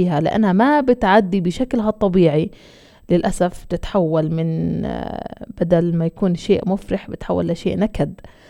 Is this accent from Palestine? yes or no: yes; Palestine; بنحتار إحنا كشعب فلسطيني من كمية الخيبات اللي إحنا بنعدي فيها